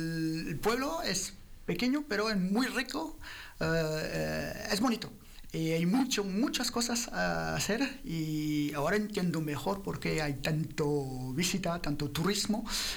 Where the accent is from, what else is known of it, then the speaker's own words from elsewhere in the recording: France; Spanish is a second language; moved away; Yo que vengo de Francia